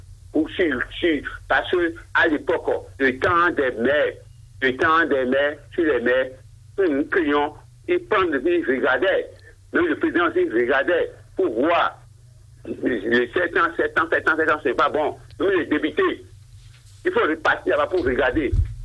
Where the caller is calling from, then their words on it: Ouidah, Atlantique, Benin; Je vous appelle de Ouida, quartier Sobadi.